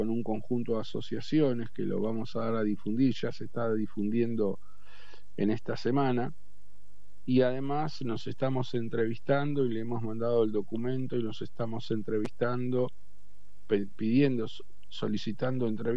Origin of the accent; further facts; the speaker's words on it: San Miguel, Buenos Aires Province, Argentina; yo soy de San Miguel, provincia de Buenos Aires. En San Miguel hace parte del AMBA, ¿no?